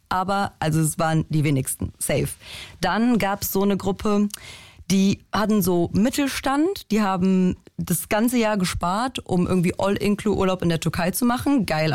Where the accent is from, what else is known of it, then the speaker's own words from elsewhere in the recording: Poland; now in Germany; ich bin Polin.